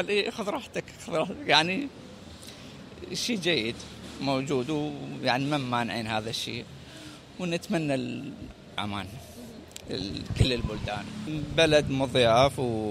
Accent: Iraq; الناس يرحبون بيك يعني كعراقي، يعني محبة خاصة يعني تلمسها بهذا الشيء أكيد.

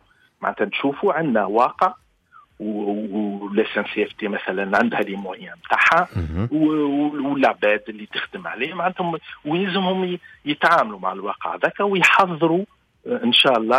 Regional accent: Tunisia; moved away as an adult; also born or lived in France; انا مهندس تونسي، ما تقريت في الدراسة نتاعي في الابتدائي والثانوي قريتهم في قرصة، في بعد الباك قريت في مدارس المهندسين في فرنسا

